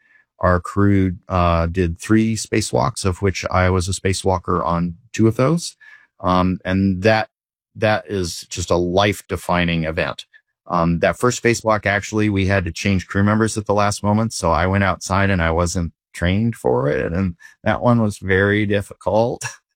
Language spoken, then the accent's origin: English; Eugene, Oregon, United States; moved away; also born or lived in Seattle / Southern California; my hometown of Eugene, my sort of second home, Seattle. I was educated in Southern California